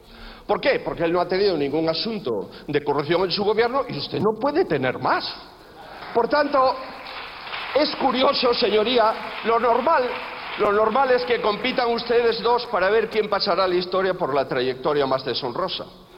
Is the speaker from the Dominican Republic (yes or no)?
no; Spain